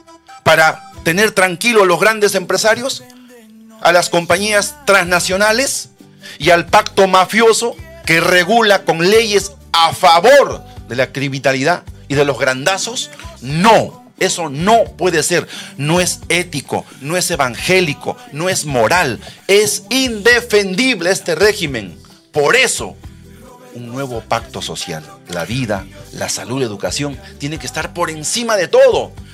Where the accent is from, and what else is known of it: Peru